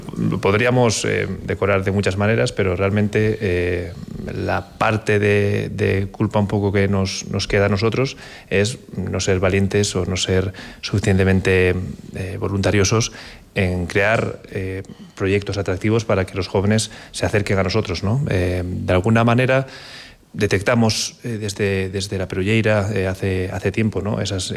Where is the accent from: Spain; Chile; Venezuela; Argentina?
Spain; Castropol, Asturias; somos de aquí. Yo nací en Castropol y por alusiones al mundo rural yo creo que soy el único que vive todavía en el medio rural.